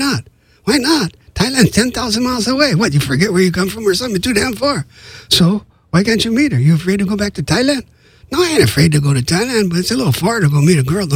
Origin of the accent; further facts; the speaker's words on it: Los Angeles, California, United States; I grew up in East L.A., which really wasn't. It was a Latino community.